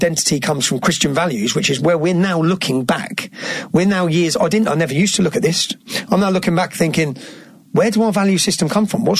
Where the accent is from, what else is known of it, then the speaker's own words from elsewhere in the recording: Luton, East of England, United Kingdom; my duty as an Englishman, as a father, to hand down a safe and prosperous Britain to the next generation. Obviously, I'm from a town called Luton, which is 30 miles north of where we are now.